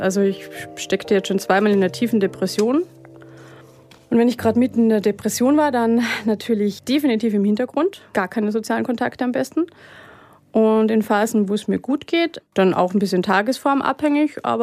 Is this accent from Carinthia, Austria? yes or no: yes; Malta, Carinthia, Austria; einmal in Kärnten, also wo Malta liegt, wo ich aufgewachsen bin, und einmal in Salzburg.